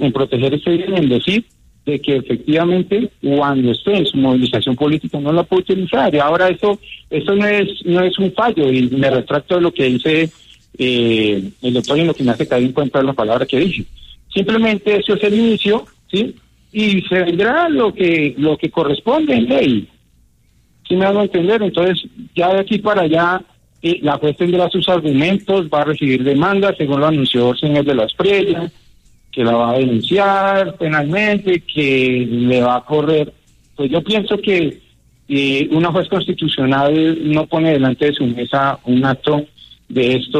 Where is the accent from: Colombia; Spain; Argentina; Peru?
Colombia; Entonces, todos somos colombianos. Todos nos tenemos el derecho de vestir la camiseta de la selección Colombia.